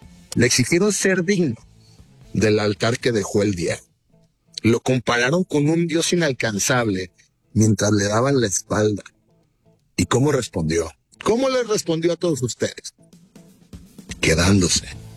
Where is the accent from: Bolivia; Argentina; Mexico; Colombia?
Mexico; A nosotros nos rompió el corazón como mexicanos muchas veces, ¿eh?